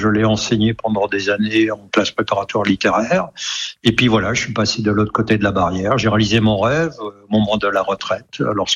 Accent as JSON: {"language": "French", "town": "Metz", "region": "Grand Est", "country": "France", "tie": "born or raised there", "moved": "as an adult"}